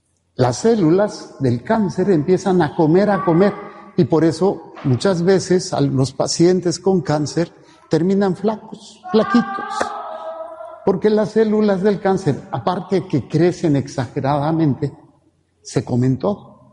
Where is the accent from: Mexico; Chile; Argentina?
Mexico; Mexico City; moved away; also born or lived in Ensenada; éramos chilangos